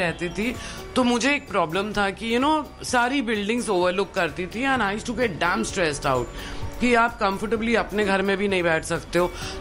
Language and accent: Hindi; Kolkata, West Bengal, India; मेरा जन्म कलकत्ता में हुआ था, मैंने वहाँ पे स्कूलिंग कंप्लीट की थी। उसके बाद हम लोग बॉम्बे आ गए थे